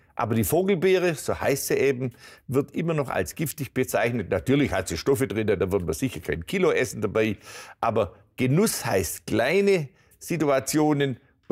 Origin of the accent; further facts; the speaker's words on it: Baden-Württemberg, Germany; born there; ich bin in der Nähe geboren. Die Schwäbische Alb hat so viele dieser Flächen.